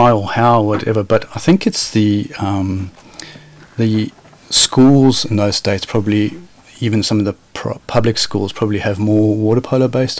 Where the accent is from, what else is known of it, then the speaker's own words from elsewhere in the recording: Netherlands; English is a second language; Born and bred in Holland, yeah.